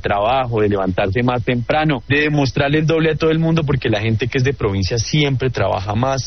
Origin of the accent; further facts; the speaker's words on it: Boyacá, Colombia; now in Bogotá, Colombia; más de 2,500,000 de personas somos de origen boyacense y vivimos aquí en la ciudad, en la capital de los colombianos